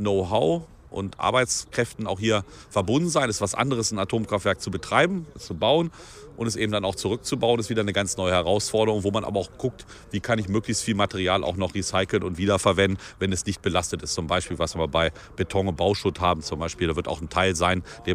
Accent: Holzminden, Lower Saxony, Germany; ich komme ja aus Holzminden, also bin sozusagen aufgewachsen zwischen Grohnde und Wörgasten.

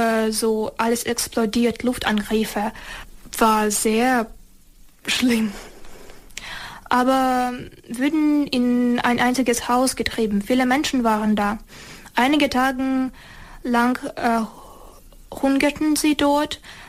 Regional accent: Hostomel, Kyiv Oblast, Ukraine; German is a second language; moved away; also born or lived in Zhytomyr; eigentlich bin ich in Jedoma geboren, aber danach sind meine Eltern und ich nach Kiew umgezogen. Ja, aber den großen Teil meines Lebens habe ich jedoch im Hostomel gelebt. So, es ist ein kleiner Staat in der Region Kiew. Kann ich sagen, so bis zur Hauptstadt war es etwa 15 Minuten mit dem Auto.

